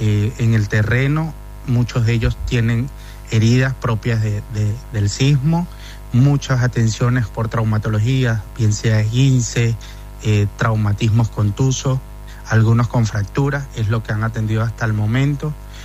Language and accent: Spanish; Venezuela; now in Argentina